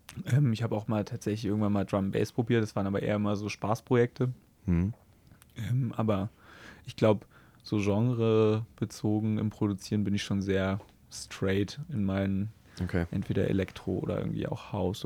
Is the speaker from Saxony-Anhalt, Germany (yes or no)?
yes; Halle, Saxony-Anhalt, Germany; Ich meine, ich komme aus Halle, wir waren früher öfter mal in Leipzig und kannten hier irgendwie ein paar Leute und so